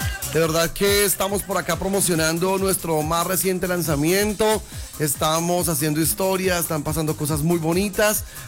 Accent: Bogotá, Colombia; moved away as an adult; now in Fusagasugá, Colombia; yo soy Rolo, aunque vivo en Fusagasugá hace unos 7 años.

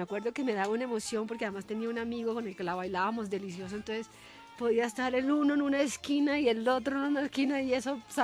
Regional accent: Pereira, Risaralda, Colombia; moved away as an adult; now in Middle East; quería salir de Pereira, el mundo se me quedaba chiquito.

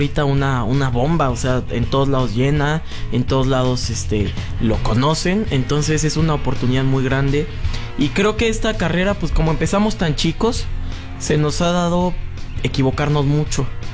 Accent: Mexico; nosotros como mexicanos cantemos música en español

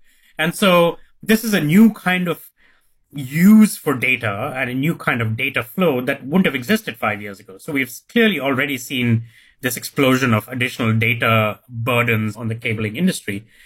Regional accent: India; I'm from India

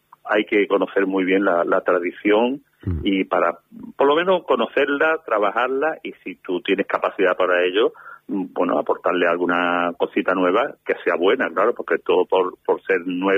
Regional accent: Málaga, Andalusia, Spain; born there; con relaciones que han tenido con Málaga, mi ciudad natal, y Linares.

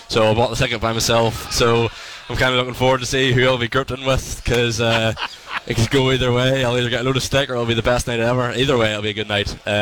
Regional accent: Ireland; Like, for as an Irishman, like, to be fair, like, having this rivalry with New Zealand

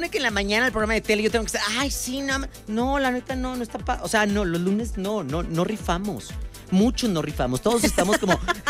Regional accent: Mexico

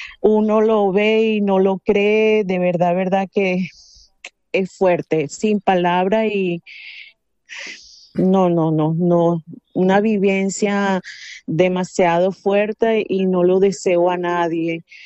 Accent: Barranquilla, Atlántico, Colombia; now in Venezuela; yo soy de Barranquilla, Colombia, yo estoy aquí desde el 2000, llegué aquí a venir a conocer el país, muy bonito, de verdad, espectacular, chévere. Bueno, ya no tengo mucho el acento, ya que no tengo no tengo gente rodeada de colombiana de aquí

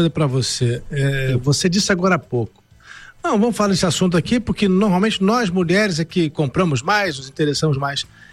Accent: Rio de Janeiro, Brazil; sou carioca

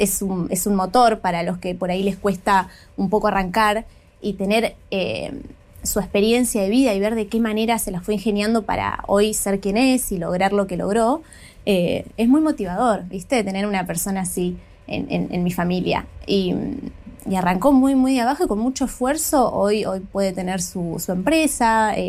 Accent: Villa Carlos Paz, Córdoba, Argentina; Nací en un teatro, tal cual. Bueno, soy de Carlos Paz y mi familia tiene su productora. Y la realidad es que sí, mi infancia fue en un teatro.

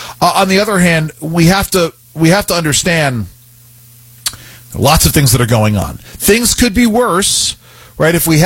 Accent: New York, United States; I'm first time going back to the town where I grew up in New York since my dad passed away in May.

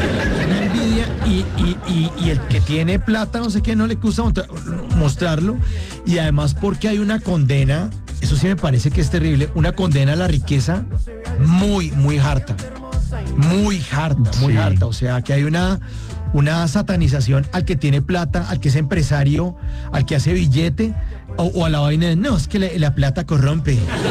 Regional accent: Colombia; los colombianos nos la pasamos como mirándonos el ombligo.

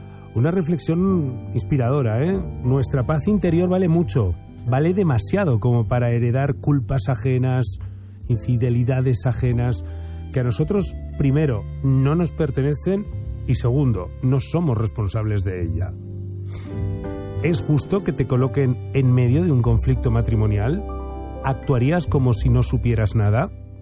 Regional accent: Castile and León, Spain; ¿Te gusta Orbraneja del Castillo? Pues mi pueblo está al lado.

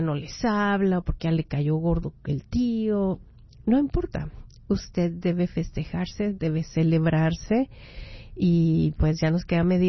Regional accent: Mexico; Las personas que somos de México, pues entendemos la pérdida material y la pérdida de personas en este tipo de catástrofes.

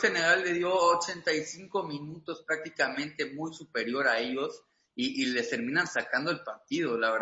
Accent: Villahermosa, Tabasco, Mexico; Villahermosa, yo soy de Villahermosa, sí.

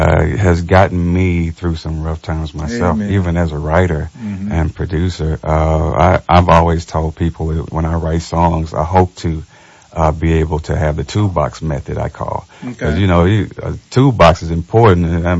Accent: Clarksdale, Mississippi, United States; Clarksdale, Mississippi

